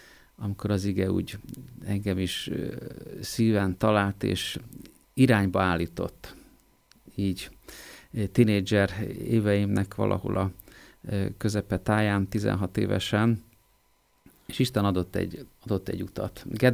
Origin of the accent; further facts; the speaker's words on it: Pécs, Baranya, Hungary; Hát én akkor egyébként Pécsen éltem, pécsi vagyok